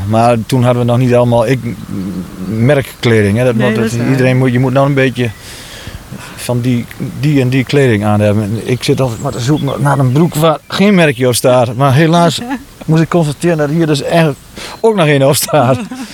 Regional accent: Drenthe, Netherlands; Dat vind ik als Drent wel eens, doet me dat wel eens pijn.

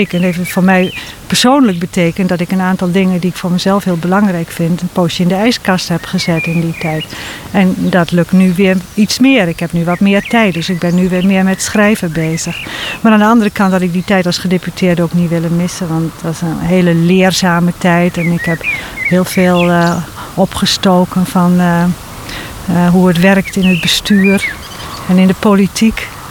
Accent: Drenthe, Netherlands; Ik voel me Drents.

